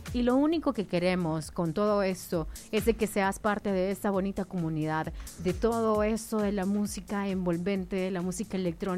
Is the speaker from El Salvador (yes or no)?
yes; El Salvador; con esa calidez que nos caracteriza como salvadoreños.